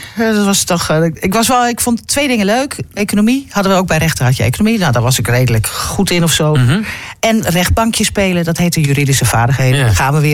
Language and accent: Dutch; Netherlands; En ik kwam uit Nederland. Dus … Dus ik was